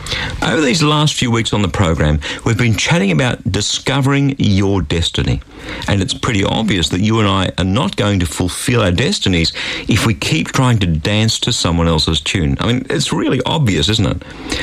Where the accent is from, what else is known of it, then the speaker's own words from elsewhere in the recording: Australia; And yet I grew up in Australia